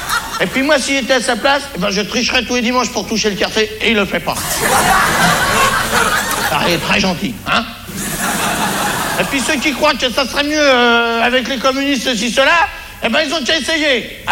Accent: France; Je suis content d'être français, moi, hein. D'abord parce que je suis français

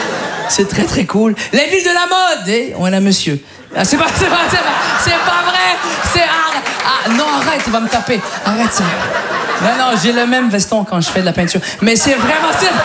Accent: Quebec, Canada; québécois, d'origine marocaine.

